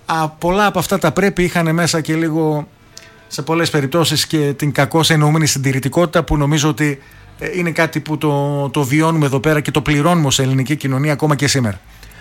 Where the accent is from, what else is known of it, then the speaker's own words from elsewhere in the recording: Greece; κάποιες από τις νοοτροπίες, τις κακές που μπορεί να έχουμε σήμερα ως Έλληνες